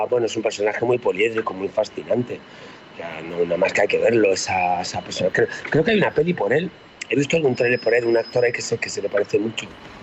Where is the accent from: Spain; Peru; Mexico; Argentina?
Spain; Málaga, Andalusia; Aparte, yo que soy de Málaga, pues Málaga era una sede.